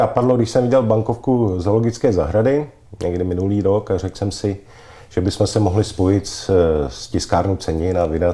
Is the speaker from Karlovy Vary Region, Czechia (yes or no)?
no; Prague, Czechia; Celý život na Praze 8 žiju. Narodil jsem se z Bůlovky, mě odvezli do paneláku na Praze 8.